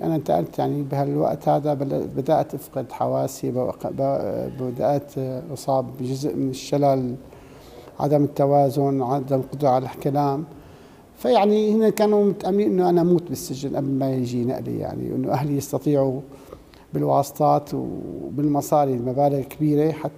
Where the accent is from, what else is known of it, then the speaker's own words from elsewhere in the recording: Rif Dimashq, Syria; قلت له انا من الغوطه